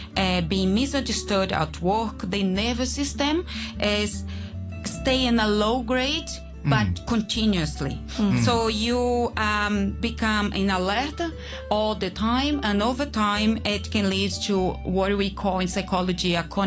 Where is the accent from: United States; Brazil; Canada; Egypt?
Brazil; English is a second language; moved away as an adult; also born or lived in Spain / United Kingdom; now in Hong Kong; I was born and raised in Brazil. Mm-hmm. I lived there for 19 years.